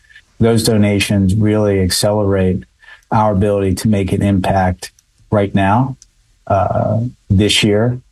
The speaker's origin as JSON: {"language": "English", "town": "Philadelphia", "region": "Pennsylvania", "country": "United States", "tie": "born or raised there", "said": "my hometown, Philadelphia, shout out to Philly."}